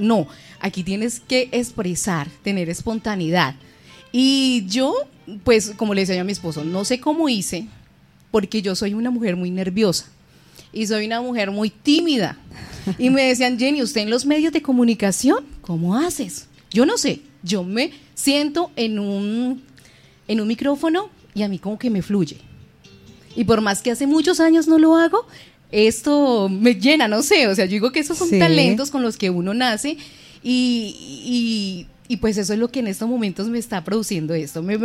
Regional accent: El Pital, Huila, Colombia; Yo soy del Pital

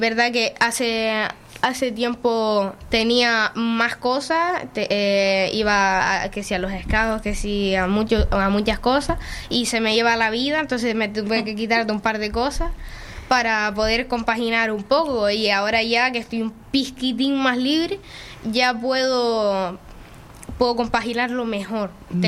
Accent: Arucas, Canary Islands, Spain; now in Valleseco, Spain; yo soy de Aruca. Siempre he sido de Aruca, pero ahora nos mudamos

